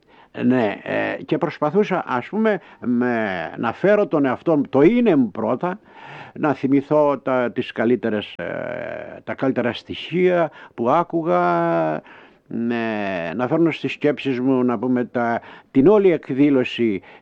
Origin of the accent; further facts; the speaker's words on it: Crete, Greece; moved away; με υποχρέωσα να φύγω από τον τόπο μου, οπότε αυτό το ίδιο υλικό το κρατάω, το προσέχω σαν το Θεό μου και ήρθε η ώρα, η στιγμή να με φέρετε στο στούντιο, που σας ευχαριστώ πάρα πολύ για αυτό το πράγμα και όχι μόνο εγώ, αλλά σας ευχαριστώ κυρία Άννα Μακράκη και εκ μέρους του όλης της Κρήτης